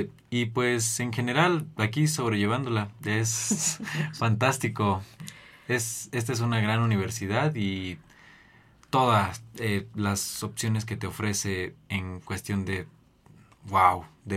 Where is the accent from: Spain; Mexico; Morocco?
Mexico; Puebla; Yo soy del estado de Puebla.